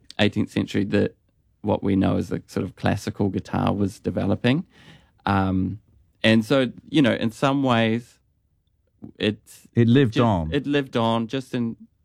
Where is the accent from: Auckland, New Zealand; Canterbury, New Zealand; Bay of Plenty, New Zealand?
Canterbury, New Zealand; Timaru; now in Australia; I'm from New Zealand.